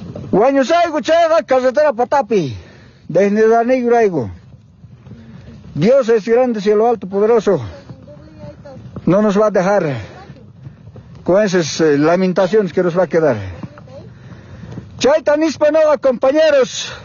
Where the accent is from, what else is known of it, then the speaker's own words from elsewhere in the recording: Bolivia; Por eso tenemos derecho a salir a esta carretera para defender a nuestro país como bolivianos, como campesinos, compañeros.